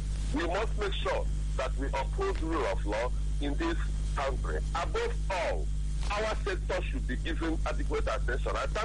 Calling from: Owerri, Imo, Nigeria; I'm from Owerri, in Imo State.

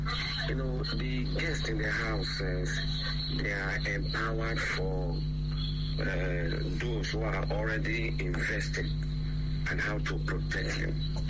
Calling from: Kwali, Federal Capital Territory, Nigeria; I'm calling from Kwali Area Council in FCT Abuja.

